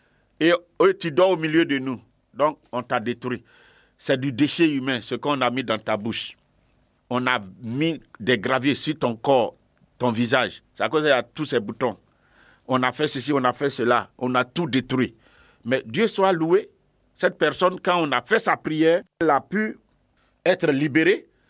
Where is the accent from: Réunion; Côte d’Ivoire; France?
Côte d’Ivoire; Bondoukou, Zanzan; je me suis retrouvé à un carrefour chez moi à Bondoukou.